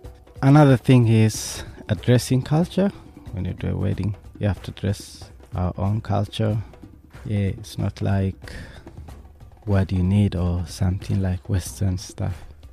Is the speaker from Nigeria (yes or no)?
no; Eritrea; English is a second language; moved away as an adult; now in Australia; I came from Africa, Eritrea. I came to Australia 1995. I like Australia, but quite different with the culture and food, language and weather.